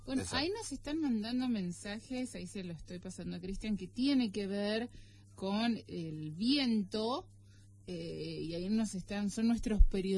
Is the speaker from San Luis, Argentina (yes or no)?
yes; Villa Mercedes, San Luis, Argentina; Ya estamos en sintonía, somos de Villa Mercedes.